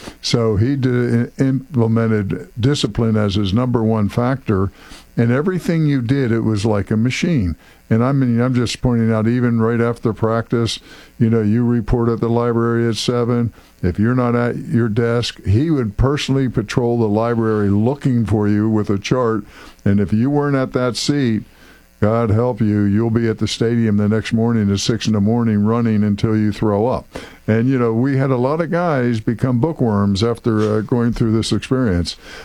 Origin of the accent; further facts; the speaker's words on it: New Jersey, United States; I'm from South Jersey, and my high school team never lost for like 3 years.